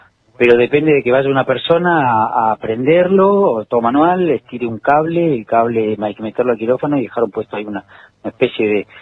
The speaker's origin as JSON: {"language": "Spanish", "town": "Esquel", "region": "Chubut", "country": "Argentina", "said": "Ya todos los que somos de Esquel sabemos que el edificio del hospital no da para más"}